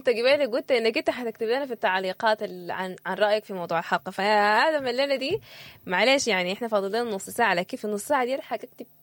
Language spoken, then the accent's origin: Arabic; Sudan; دي حاجة كمان بحس إحنا بنتميز بها كسودانيين